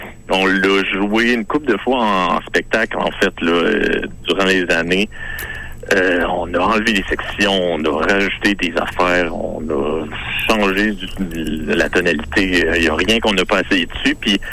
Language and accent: French; Rimouski, Quebec, Canada; moi je viens de Rimouski